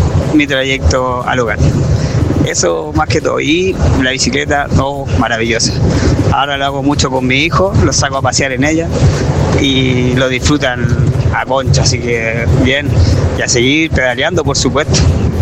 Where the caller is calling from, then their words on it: Viña del Mar, Valparaíso, Chile; de Viña. Aquí vamos rumbo a Petorca a realizar mi trabajo.